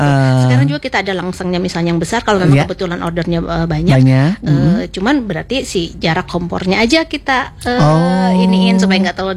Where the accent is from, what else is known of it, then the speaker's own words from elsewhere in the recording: Cililin, West Java, Indonesia; Kebetulan kampung saya di Cililin